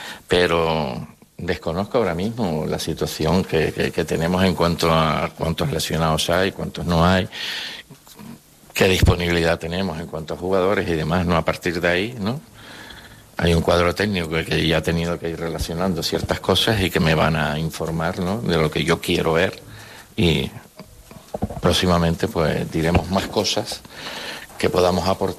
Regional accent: Canary Islands, Spain

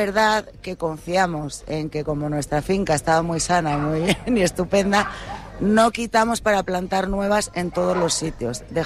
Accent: La Palma, Canary Islands, Spain; born there; also born or lived in Madrid

